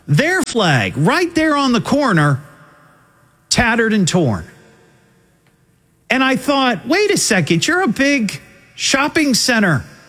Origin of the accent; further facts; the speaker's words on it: Beaver Creek, United States; in Beaver Creek. I did this last year, and I'd like to make this an annual tradition because that's my hometown